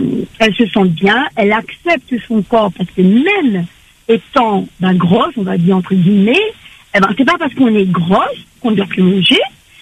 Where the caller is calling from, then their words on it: Saint-Louis, Réunion; Là, je suis à Saint-Louis.